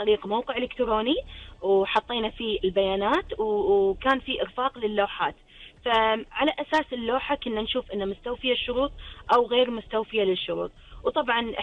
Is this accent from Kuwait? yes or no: yes; Kuwait; عندنا بديرتنا الكويت